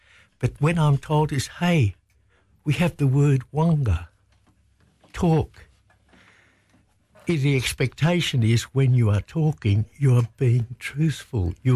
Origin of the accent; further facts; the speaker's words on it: Victoria, Australia; born there; moved away as an adult; also born or lived in Roebourne; my heritage is 65,000 years ago. I was born in Wurundjeri country